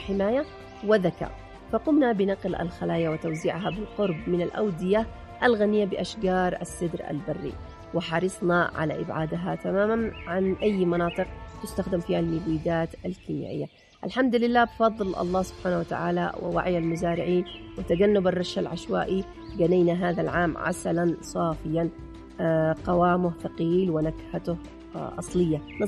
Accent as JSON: {"language": "Arabic", "country": "Yemen", "said": "نحن كأصول يمنية"}